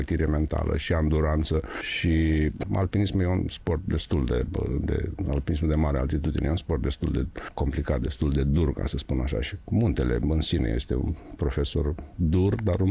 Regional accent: Piatra Neamț, Neamț County, Romania; eu sunt moldovean, sunt din Piatra Neamț

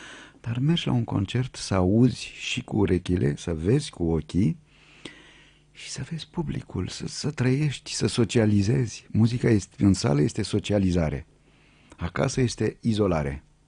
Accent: Romania; moved away as an adult; now in France; am rămas român, acum sunt și francez. Cele două naționalități, cele două au rămas în mine

